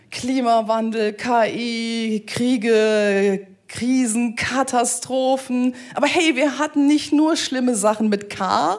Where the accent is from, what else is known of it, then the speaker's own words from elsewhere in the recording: Germany; born there; ich komme gebürtig aus der Eifel